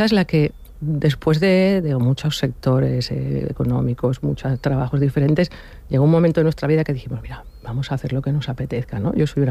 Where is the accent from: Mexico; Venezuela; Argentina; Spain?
Spain; Valencian Community; Sí, yo soy la parte valenciana.